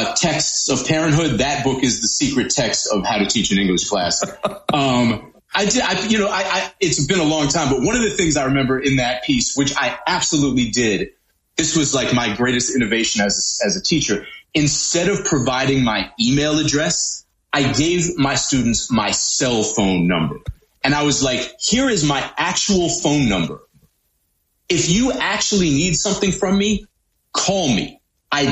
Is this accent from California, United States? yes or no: no; Boston, Massachusetts, United States; I grew up in Boston. I grew up under the curse of the Bambino.